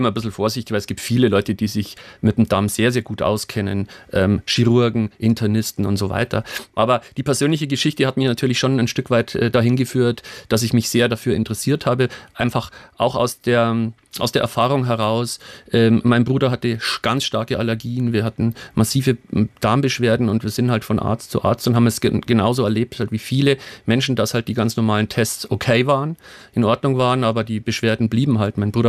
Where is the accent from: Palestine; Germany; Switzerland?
Germany; Bavaria; Und klar, wir sind relativ schnell beim Du in Bayern